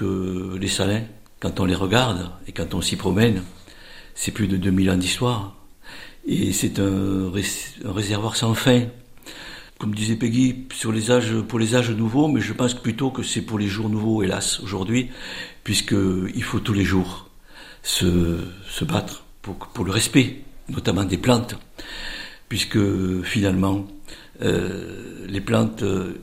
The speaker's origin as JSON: {"language": "French", "town": "Villeneuve-lès-Maguelone", "region": "Occitanie", "country": "France", "tie": "born or raised there", "also_born_or_lived": "Aigues-Mortes", "said": "Mais je suis né à Aigues Mortes, je suis né à Villeneuve-les-Maguelone, et j'ai fait mes premiers pas sur les salins de Villeneuve, à l'ombre de mon père et de mon arrière-grand-père."}